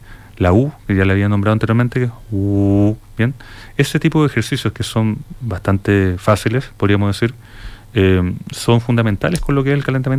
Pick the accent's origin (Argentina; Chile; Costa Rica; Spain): Chile; nosotros como chilenos tenemos un poquito comprometida, digamos, nuestra forma en cómo nos expresamos